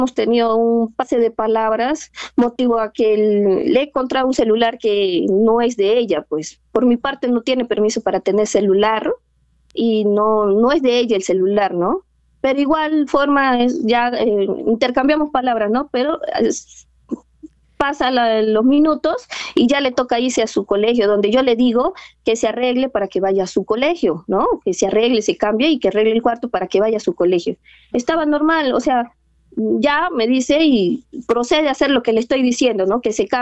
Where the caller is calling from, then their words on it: Lima, Peru; Lo llamo desde Santa Anita, según de Tepo Alameda.